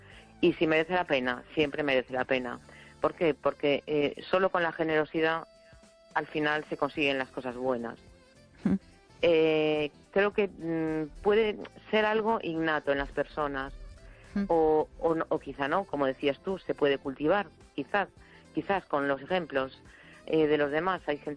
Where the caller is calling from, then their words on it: A Coruña, Galicia, Spain; de La Coruña.